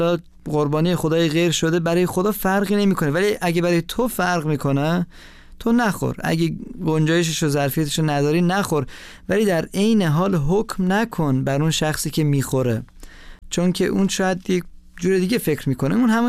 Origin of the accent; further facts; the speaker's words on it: Iran; من در خانواده بزرگ شدم یا در کشوری بزرگ شدم که میتونم بگم شراب خوردن گناه بسیار بزرگی بود